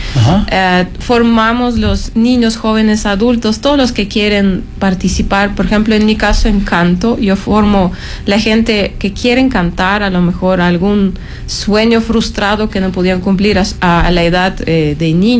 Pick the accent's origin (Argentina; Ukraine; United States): Ukraine; Spanish is a second language; moved away as an adult; also born or lived in Loja, Ecuador; now in Quito, Ecuador; Yo soy cantante lírica ucraniana, me formé en Ucrania desde 6 años hasta llegar a cumplir mis estudios con la maestría en canto lírico.